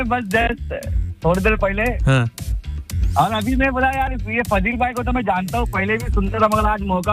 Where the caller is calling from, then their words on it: Mumbai, Maharashtra, India; मैं मुंबई से भाई, बहुत फेमस जगह से हूँ